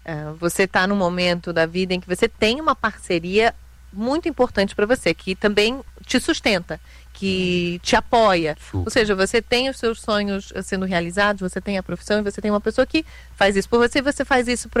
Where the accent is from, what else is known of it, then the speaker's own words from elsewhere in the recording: Portugal; Porque para mim, que vim de Portugal, não ter criado raízes foi uma questão.